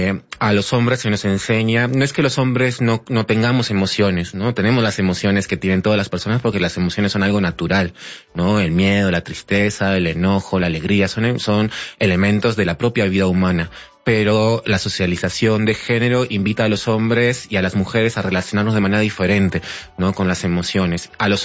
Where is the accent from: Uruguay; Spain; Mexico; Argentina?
Uruguay; moved away; Yo soy nacido en Uruguay, bueno, y criado allí.